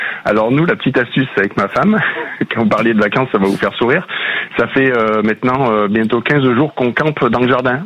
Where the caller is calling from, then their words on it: Nouvelle-Aquitaine, France; chez nous en Charente ou en Dordogne